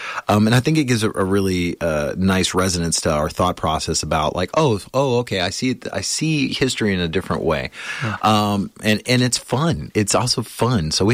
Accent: Texas, United States; I was from Texas, middle of nowhere, Texas. You know, my I don't come from money in any way.

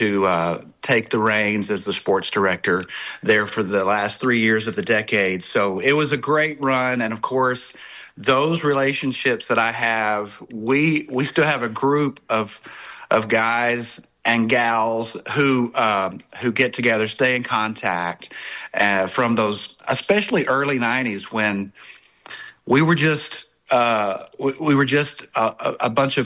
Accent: Hot Springs, Arkansas, United States; 18, 19, 20 years old, and I grew up in Hot Springs, and so just I teamed up with I was going to school at UALR in Little Rock

